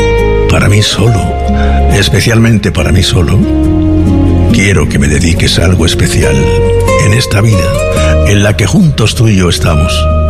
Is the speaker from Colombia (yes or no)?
no; Region of Murcia, Spain; eres de mi tierra